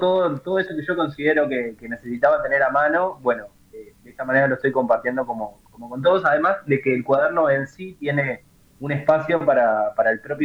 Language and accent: Spanish; Piriápolis, Maldonado, Uruguay; Soy de Punta Fría, exactamente.